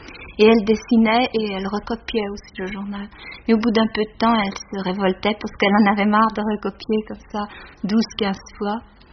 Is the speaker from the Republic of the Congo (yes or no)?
no; Flanders, Belgium; Oui, je suis flamande. Mes parents sont flamands.